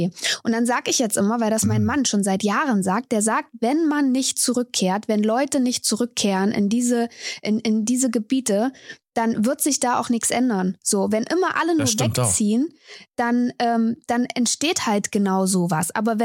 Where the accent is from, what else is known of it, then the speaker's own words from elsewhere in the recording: Thuringia, Germany; Und man sollte seine Herkunft auch nicht verstecken. Ich komme aus Thüringen. Das ist ja auch der Grund, warum wir wieder zurückkehren Richtung Heimat. Und deswegen, ja, Berlin ist jetzt Geschichte. Wir sind jetzt hier gerade in der Heimat, also im Eichsfeld.